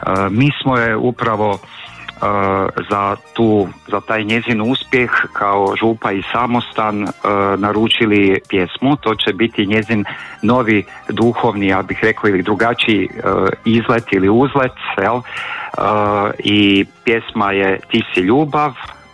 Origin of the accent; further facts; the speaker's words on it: Slavonia, Croatia; Kod nas u Slavoniji rokat je pojam napiti se, jel?